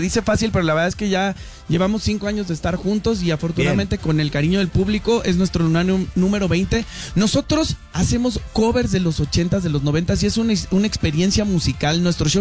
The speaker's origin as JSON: {"language": "Spanish", "country": "Mexico", "said": "de tus raíces y de lo que somos como mexicanos."}